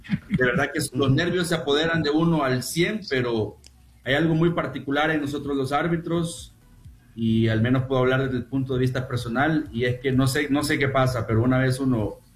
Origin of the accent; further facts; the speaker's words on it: Santa Ana, El Salvador; Bueno, como soy de Santa Ana, yo entreno en las canchas del la ex Finca Modelo, creo que ustedes se van a ubicar, exacto. Salvadoreño.